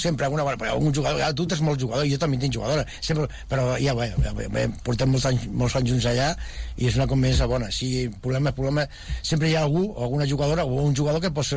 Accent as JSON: {"language": "Catalan", "town": "Terrassa", "region": "Catalonia", "country": "Spain", "tie": "born or raised there", "lives_now": "Sabadell, Spain", "said": "Aunque soc fill de Terrassa, però ja estic ben pes... Bueno, aquí, estic més dies aquí que allà."}